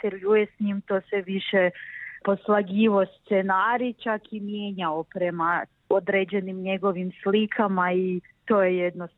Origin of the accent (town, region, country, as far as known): Podravina, Croatia; born or raised there